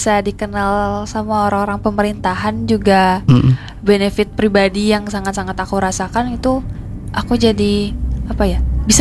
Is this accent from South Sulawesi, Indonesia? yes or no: no; Purwakarta, West Java, Indonesia; born there; di tempat aku lahir di Kabupaten Purwakarta